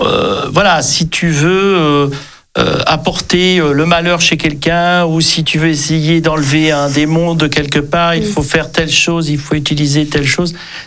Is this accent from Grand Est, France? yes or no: no; Centre-Val de Loire, France; born there; parti de mon département où je suis né, le Berry, quand à l'extérieur on me demandait « Ah, vous venez d'où ?» Ben, je viens du Berry.